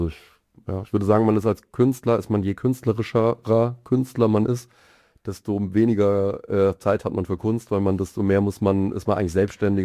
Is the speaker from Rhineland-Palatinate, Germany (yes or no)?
yes; Mainz, Rhineland-Palatinate, Germany; moved away as an adult; now in Mannheim, Germany